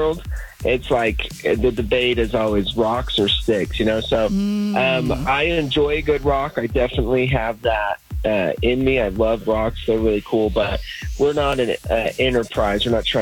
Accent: Utah, United States; we're from Utah

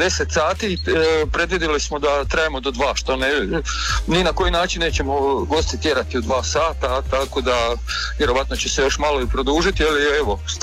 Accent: Slavonia, Croatia; kod nas u Slavoniji

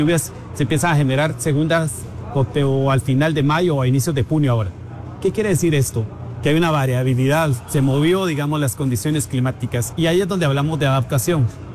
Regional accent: San Agustín Acasaguastlán, El Progreso, Guatemala; Personalmente soy de San Agustín, Casaguastlán, entonces hablábamos del Progreso, Zacapa, Chiquimula.

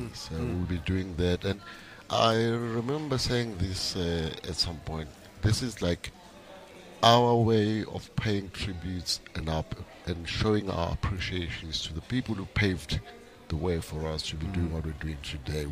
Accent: Barberton, Mpumalanga, South Africa; also born or lived in Durban; I mean, when I was growing up in Barberton, I didn't play trumpet at all.

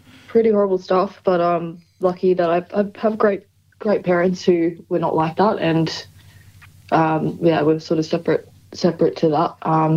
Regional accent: Toowoomba, Queensland, Australia; also born or lived in Sydney; I grew up in Queensland, but yeah, I was living in Sydney for a few years, just briefly.

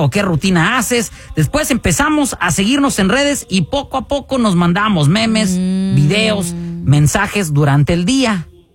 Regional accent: Laredo, Texas, United States; born there; now in Pflugerville, United States; Yo me identifico mucho con la flaquita porque también nací en Laredo, Texas.

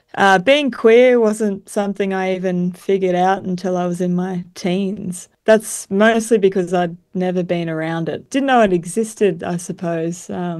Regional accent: Grafton, New South Wales, Australia; I grew up just outside of Grafton.

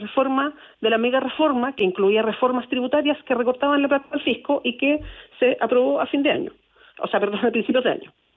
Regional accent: Chile; Y eso a mí como chilena, más allá de si soy senadora o no, me preocupa mucho

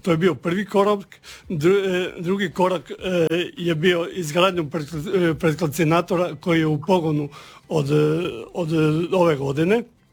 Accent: Koromačno, Istria County, Croatia; mi dolazimo iz Koromačna, zna se da je Koromačno poznato po cementari.

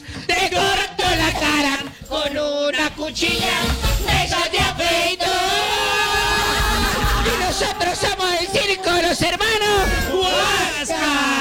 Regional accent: Arica, Arica y Parinacota, Chile; Mirá que nosotros venimos de un pueblo de Chile que se llama Arica. ¿Vos conocés a Arica?

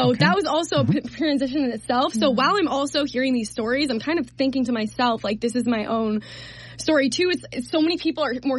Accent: Troy, New York, United States; I grew up in Troy. I'm in my 20s, and I went to a small private school called Loudonville Christian.

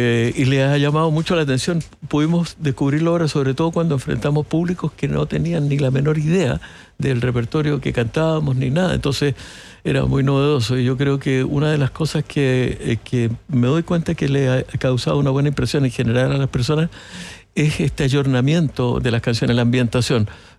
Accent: Valparaíso, Chile; Yo soy porteño, nací en Valparaíso, siempre amé al mar y dije, bueno, siempre voy a buscar volver al mar, etc.

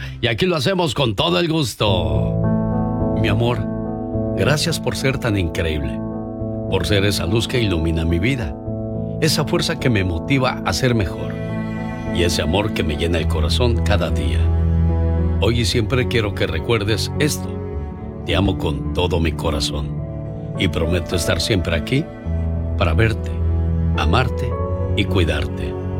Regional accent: Tijuana, Baja California, Mexico

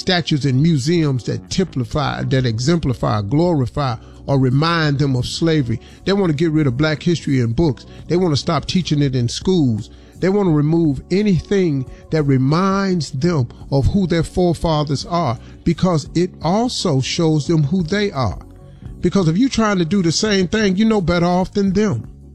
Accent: Welch, West Virginia, United States; I grew up in Welch, West Virginia. I saw colored only water fountains.

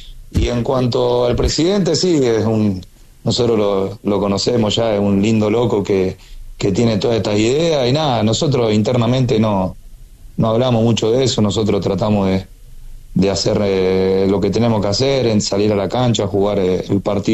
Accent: Argentina; now in Asunción, Paraguay; siendo argentino

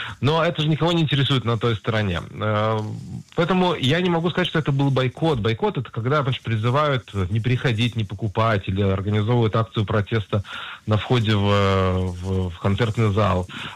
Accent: Israel; я рос в Израиле

